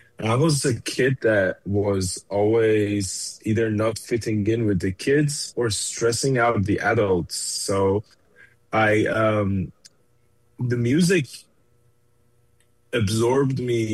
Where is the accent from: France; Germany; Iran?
Iran; now in Detroit, United States; I grew up in Iran